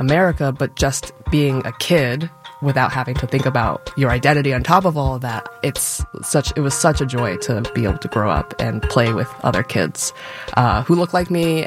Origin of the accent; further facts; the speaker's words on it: North Potomac, Maryland, United States; I had really idyllic childhood growing up in North Potomac